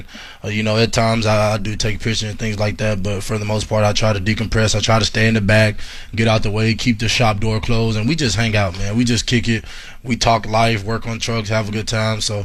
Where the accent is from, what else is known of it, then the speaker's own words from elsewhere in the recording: Gulfport, Mississippi, United States; moved away; growing up in Gulfport, Mississippi